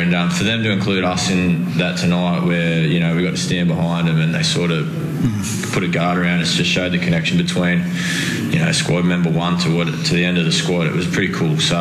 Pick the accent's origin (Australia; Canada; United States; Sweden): Australia; now in New Zealand; being Australian, coming over here